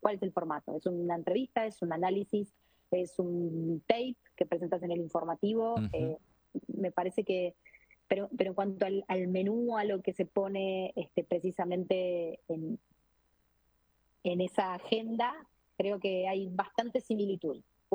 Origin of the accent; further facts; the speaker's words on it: Montevideo, Uruguay; Yo soy de Montevideo.